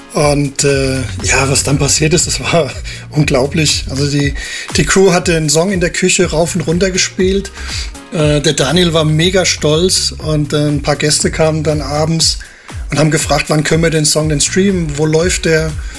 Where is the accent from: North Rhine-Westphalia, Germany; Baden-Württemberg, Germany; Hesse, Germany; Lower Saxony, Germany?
Hesse, Germany; wie man bei uns in Hessen sagt